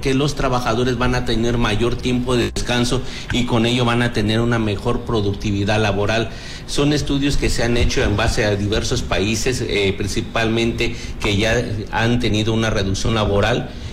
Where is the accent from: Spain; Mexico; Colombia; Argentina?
Mexico